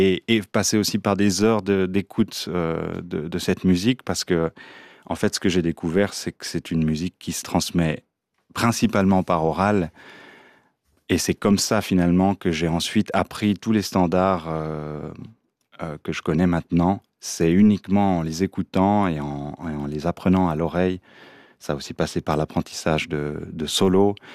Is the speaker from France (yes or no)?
no; Chalais, Valais, Switzerland; born there; En Valais, oui, c'est mon village natal.